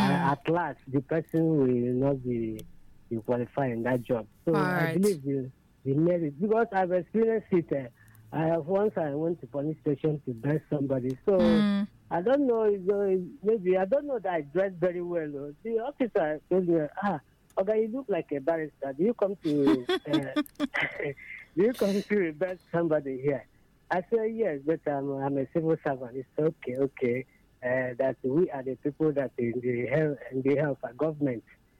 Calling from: Ebonyi, Nigeria; I'm from Ebonyi State.

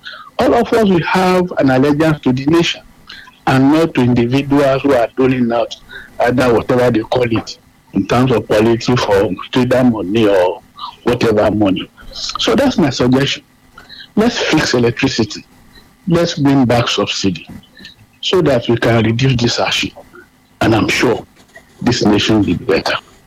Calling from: Ibadan, Oyo, Nigeria; calling from Ibadan.

